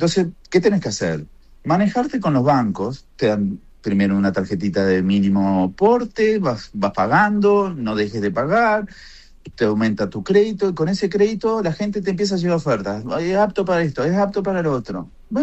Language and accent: Spanish; Maldonado, Uruguay; now in Miami, United States; Punta del Este, yo soy de Maldonado. Punta del Este es una cosa y donde yo vivía, Maldonado es otra.